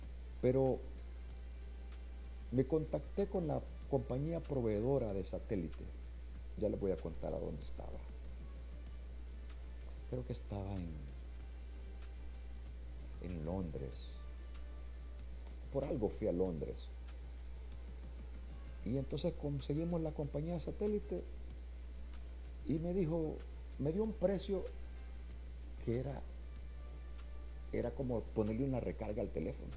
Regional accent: Choluteca, Honduras; moved away; …, el satélite de Choluteca, en honor a mi pueblo.

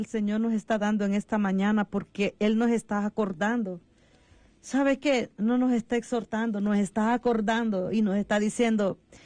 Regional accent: Minas de Oro, Comayagua, Honduras; yo soy de un pueblo que se llama Minas de Oro, muy hermoso mi pueblo y muy lleno de gente de Dios.

